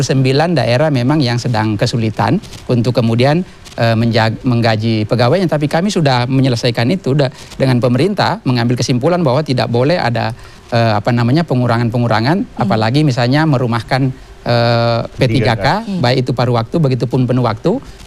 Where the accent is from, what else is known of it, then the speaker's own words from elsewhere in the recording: Kolaka, Southeast Sulawesi, Indonesia; Saya dari Sulawesi Tenggara, Mbak, dari Kolaka.